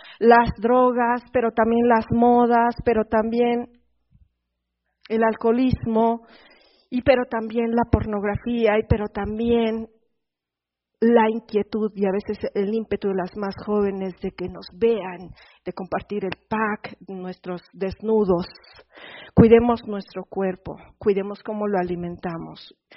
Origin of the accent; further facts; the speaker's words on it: Morelos, Mexico; porque yo soy de Morelos, mi comunidad, mi casa está en medio equidistante entre el volcán y la termoeléctrica.